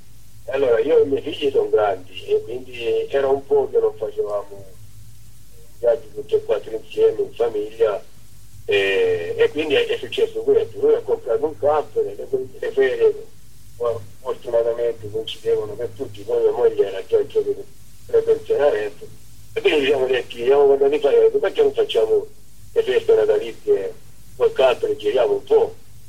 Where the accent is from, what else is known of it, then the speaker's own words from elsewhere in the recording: Apulia, Italy; moved away; Io sono originario di Leviano, un piccolo paesino nella provincia di Lecce